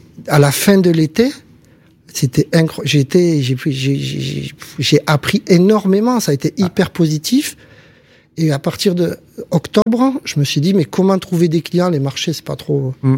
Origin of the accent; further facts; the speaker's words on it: Montpellier, Occitanie, France; Donc, chez nous, à Montpellier, 20, 25 000, 8 par 4, coque, machin, moyenne.